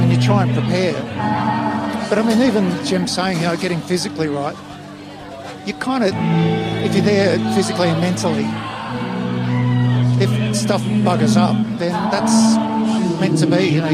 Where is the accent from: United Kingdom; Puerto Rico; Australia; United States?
Australia; Taradale, Victoria; Taradale, my hometown